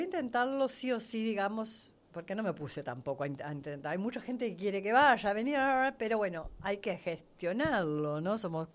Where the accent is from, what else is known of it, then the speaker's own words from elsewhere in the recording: Uruguay; moved away; Yo soy una uruguaya de las que me discuto bastante con muchos uruguayos amigos y familia también.